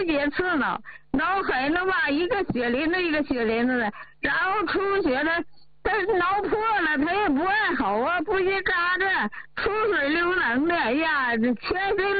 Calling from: Shenyang, Liaoning, China; 我家是沈阳的。

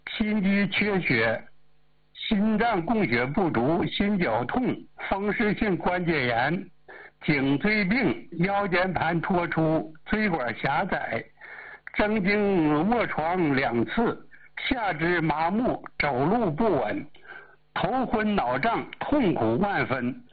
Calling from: Changchun, Jilin, China; 我来自吉林长春的， … 咱们是本家，你的老哥哥。

